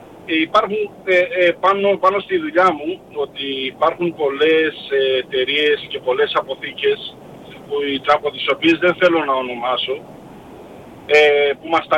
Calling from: Chalcis, Central Greece, Greece; Είμαι από τη Χαλκίδα, είμαι επαγγελματίος οδηγός

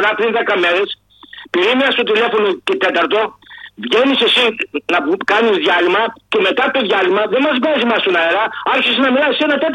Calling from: Larissa, Thessaly, Greece; είμαι τηλεφωνώ από Λάρισα.

